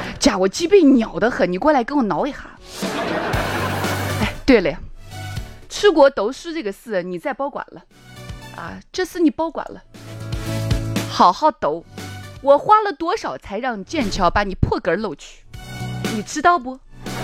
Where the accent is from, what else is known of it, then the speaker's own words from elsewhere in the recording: Chang'an County, Shaanxi, China; 行不改名，坐不改姓的长安县人啊。